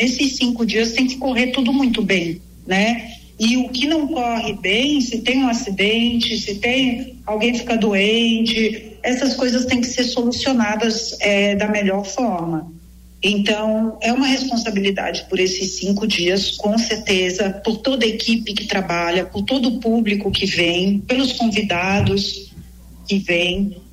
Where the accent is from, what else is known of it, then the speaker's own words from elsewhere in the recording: Paraty, Rio de Janeiro, Brazil; Eu sou de Paraty, né? Nascida e criada aqui.